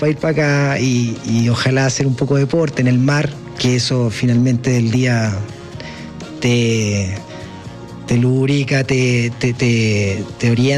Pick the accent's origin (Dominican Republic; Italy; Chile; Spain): Chile; en mi caso por lo menos hasta hace poco no viajábamos tanto los chilenos